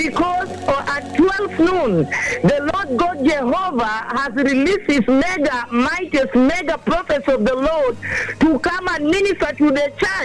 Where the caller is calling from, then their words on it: Kenya; I am calling from Nambale region in Busia Central.